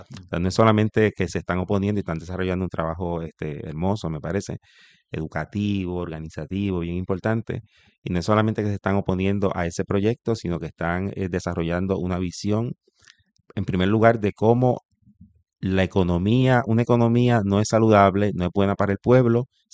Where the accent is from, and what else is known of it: Puerto Rico